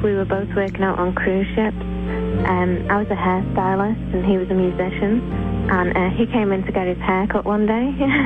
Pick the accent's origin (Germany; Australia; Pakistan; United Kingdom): United Kingdom; Wales; moved away as an adult; now in United States; I'm from Wales.